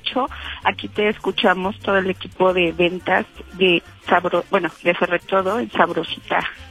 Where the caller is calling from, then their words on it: Ecatepec, State of Mexico, Mexico; De Ecatepec.